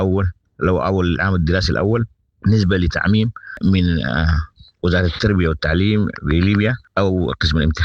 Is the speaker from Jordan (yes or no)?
no; Sudan; وما يخفى طبعا إحنا كسودانيين يعني قريب مئات الآلاف يعني جو عبارة عن لاجئين